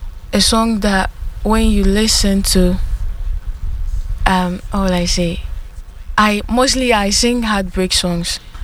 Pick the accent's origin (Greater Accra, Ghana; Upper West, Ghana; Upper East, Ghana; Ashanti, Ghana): Upper West, Ghana; I'm from the northern part of Ghana, Upper West.